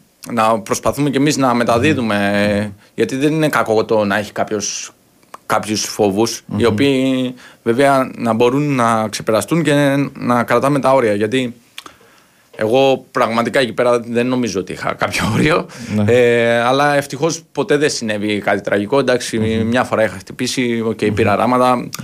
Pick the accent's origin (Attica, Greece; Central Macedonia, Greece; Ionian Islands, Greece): Ionian Islands, Greece; Argostoli; Εγώ γεννήθηκα και μεγάλωσα εδώ, στην Κεφαλονιά, στο Αργοστόλι.